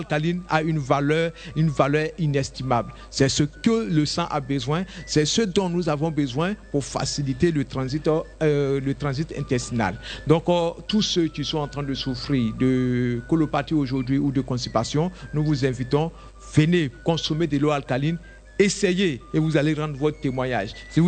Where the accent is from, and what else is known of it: Côte d’Ivoire